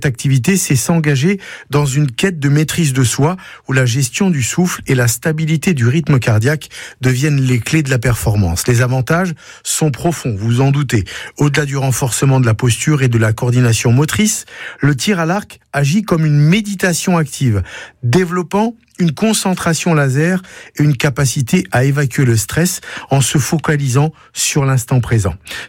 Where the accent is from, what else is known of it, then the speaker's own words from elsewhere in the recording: Grand Est, France; ici même chez nous en Lorraine